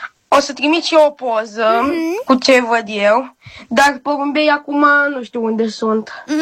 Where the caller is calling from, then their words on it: Botoșani, Botoșani County, Romania; Sunt din Botoșani, am 10 ani